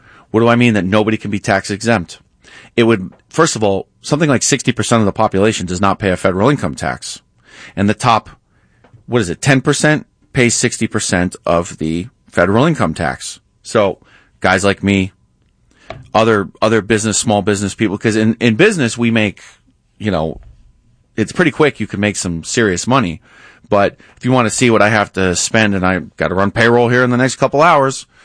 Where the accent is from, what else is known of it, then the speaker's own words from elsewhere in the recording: New York, United States; You know, I grew up in New York.